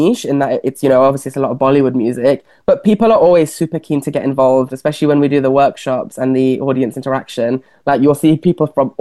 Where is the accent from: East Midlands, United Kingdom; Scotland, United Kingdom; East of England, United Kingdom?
East Midlands, United Kingdom; Leicester; Because I remember growing up, I grew up in Leicester, and even as I started to get older, I did go to Pride in Leicester